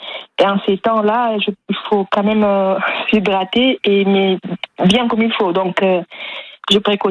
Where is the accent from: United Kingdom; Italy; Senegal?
Senegal; now in Landes, France; Je suis née au Sénégal